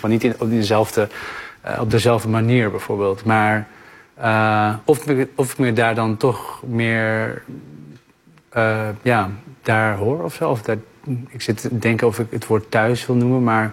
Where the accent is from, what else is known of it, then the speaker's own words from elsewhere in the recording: North Brabant, Netherlands; also born or lived in Middelburg; En dan denk ik, ja, ik ben geboren in Middelburg, weet je wel, opgegroeid in Brabant, dus ken ik dan echt de oostkust van China?